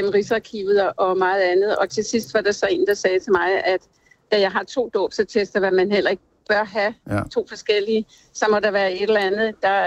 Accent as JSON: {"language": "Danish", "town": "Valby", "region": "Capital Region of Denmark", "country": "Denmark", "tie": "born there", "said": "Jeg er født i Valby."}